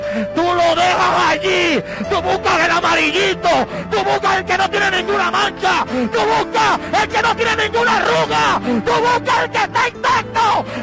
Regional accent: Carolina, Puerto Rico; Yo soy de Parque Ecuestre. Yo soy de Carolina.

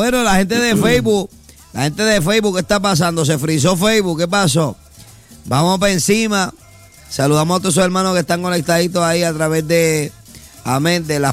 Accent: Bayamón, Puerto Rico; Si yo digo que soy de Bayamón, ellos son de Sidra.

